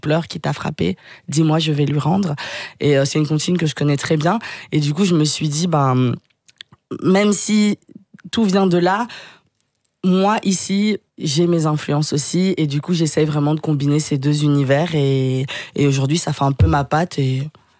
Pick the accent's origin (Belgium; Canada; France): Belgium; Liège, Wallonia; quand les gens me demandent, je viens d'où? Je comprends bien que la question, c'est, enfin, la réponse, c'est pas de dire que je viens de Liège. C'est de dire que je suis congolaise.